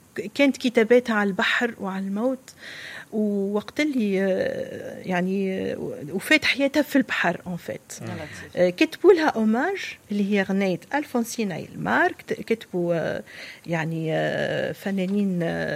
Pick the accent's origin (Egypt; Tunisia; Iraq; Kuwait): Tunisia; accent: Tunisian; بلهجتنا احنا اللي قريبة لينا اللي هي يعني لهجتنا المستنسين بها اللي نحبها برشا